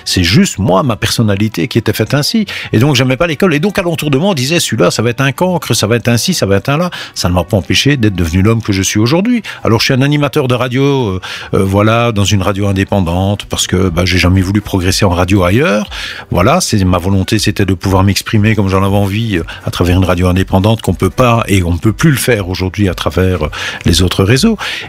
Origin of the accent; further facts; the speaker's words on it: Belgium; chez nous en Belgique ou en Europe.